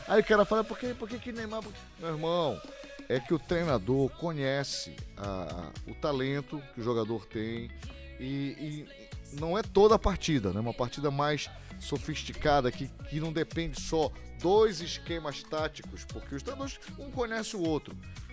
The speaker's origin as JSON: {"language": "Portuguese", "town": "Marapanim", "region": "Pará", "country": "Brazil", "also_born_or_lived": "Belém", "said": "Eu sou de Marapani e sou de Belém também"}